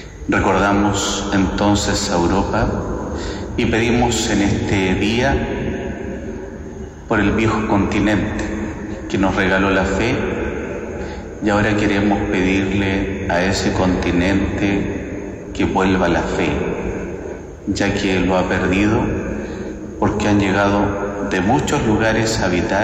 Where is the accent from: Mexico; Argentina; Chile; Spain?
Chile; Los demás somos de aquí de Chile, a lo más europeos del barrio Seminario nomás.